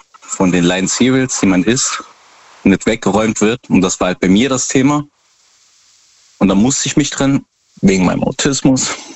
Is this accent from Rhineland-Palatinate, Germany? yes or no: yes; Rhineland-Palatinate, Germany; Ah, das ist in der Pfalz.